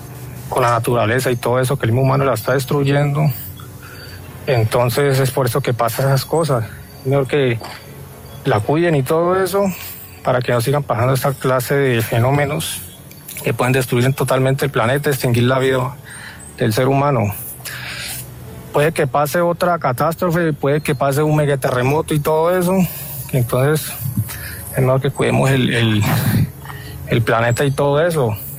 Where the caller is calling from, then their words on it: Cali, Valle del Cauca, Colombia; Yo soy de Cali.